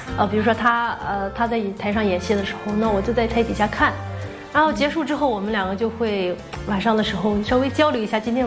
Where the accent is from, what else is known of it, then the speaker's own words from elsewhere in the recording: Yantai, Shandong, China; moved away; 我们俩是烟台龙虎人，嗯，对，然后吧，我们那边就是旅居的这个整个传播范围还是很广的，所以呢，我们俩也是在这种环境下长大的嘛